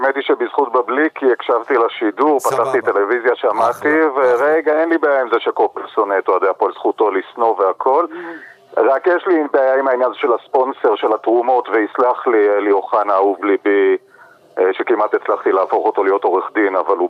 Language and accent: Hebrew; Jerusalem, Jerusalem District, Israel; גדלתי בירושלים